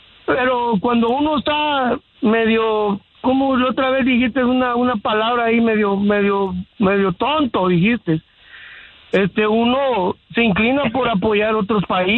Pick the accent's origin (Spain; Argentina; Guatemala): Guatemala; Porque soy chapín, mano.